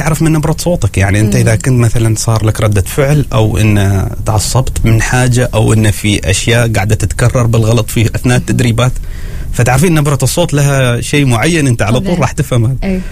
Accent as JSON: {"language": "Arabic", "country": "Oman", "moved": "as an adult"}